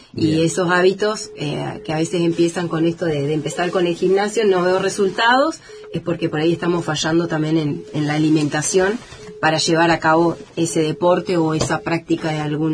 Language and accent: Spanish; Esquel, Chubut, Argentina; Soy de acá de Esquel